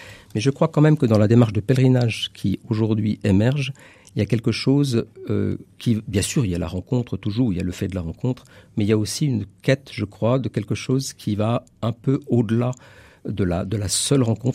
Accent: Switzerland; moved away as an adult; now in Gennes-Val-de-Loire, France; Moi, je suis suisse, donc je suis pas très loin de chez vous, Pascal.

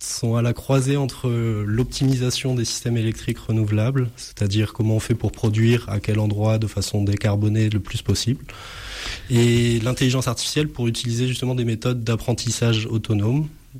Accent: Île-de-France, France; moved away as an adult; also born or lived in Var / Marseille; now in Mirmande, France; je suis né dans le Var. Et j'ai grandi en région parisienne jusqu'à mes 25 ans environ. Et puis j'avais envie de retrouver mon sud un petit peu natal. Donc avec ma compagne, on est parti s'installer à Marseille là, pendant les 4 dernières années

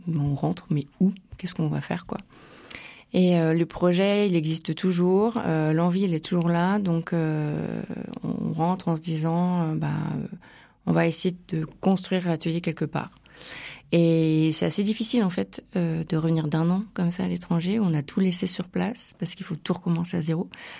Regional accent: Bourgogne-Franche-Comté, France; moved away as an adult; now in Charente, France; je ne suis pas du tout charentaise, je viens de Bourgogne, où c'est plutôt la gastronomie qui est mise en avant

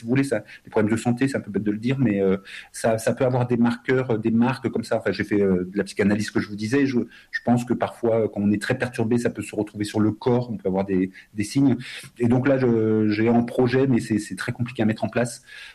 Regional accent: France; je suis né de parents étrangers, je suis ici, je suis français

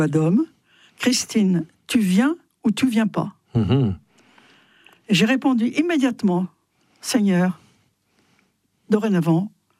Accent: France; J'aime profondément la France, je suis une Française

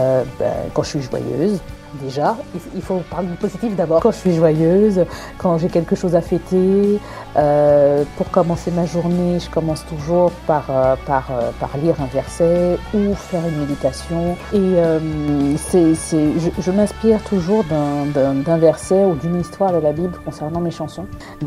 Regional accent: Martinique; moved away; je suis originaire de Madinina, alias la Martinique. Je dirais simplement que la Martinique, mon île, me manque énormément

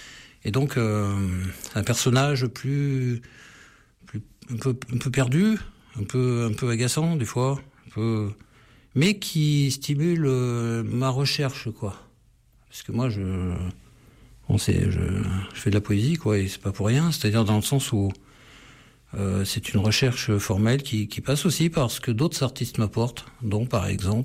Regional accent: Grenoble, Auvergne-Rhône-Alpes, France; Oui, parce que d'abord moi je suis de Grenoble, et ensuite j'ai toujours été sensible à la montagne

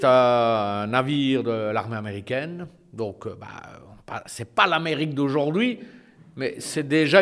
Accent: Belgium; D'ailleurs, donc chez nous en Belgique, par exemple, le cimetière américain de Henri Chapelle et de Neuville-en-Condreau

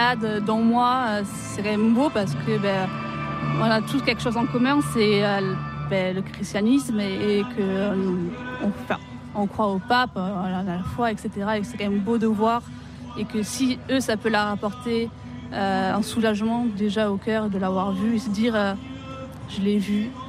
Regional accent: Pau, Nouvelle-Aquitaine, France; Et vu que j'habite à côté, donc je suis originaire de Pau, ben, donc c'était l'occasion de venir.

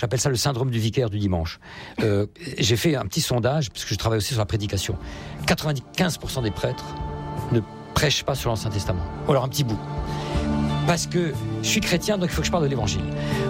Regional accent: Strasbourg, Grand Est, France; je suis strasbourgeois, donc en Alsace, nous avons le seul camp de concentration qui a été construit en France, qui s'appelle Struthof.

